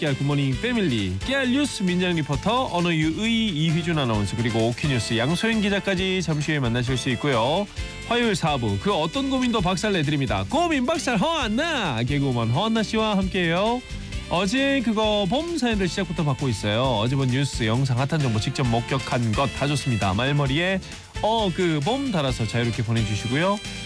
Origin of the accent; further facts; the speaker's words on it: Ulsan, South Korea; moved away; 경주는 또 제가 울산 고향이라 소풍 갈 때마다 이제 봤던 곳이기도 하고 지금 저희 부모님이 또 계시는 곳이라